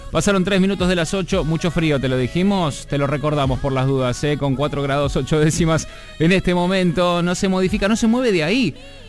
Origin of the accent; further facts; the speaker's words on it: Argentina; Que nos representa como argentinos.